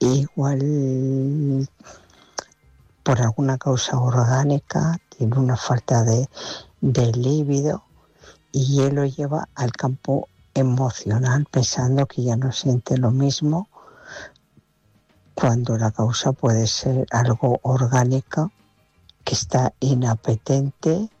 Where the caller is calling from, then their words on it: Bilbao, Basque Country, Spain; de Bilbao.